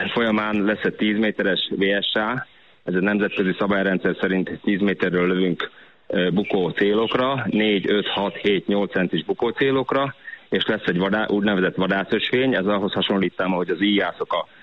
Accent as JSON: {"language": "Hungarian", "country": "Hungary", "tie": "born or raised there", "said": "Duna mellett nőttem fel"}